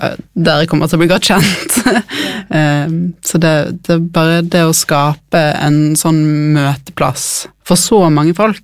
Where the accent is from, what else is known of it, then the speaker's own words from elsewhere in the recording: Bergen, Vestland, Norway; Dere hører jo på dialekten min, jeg er fra Bergen.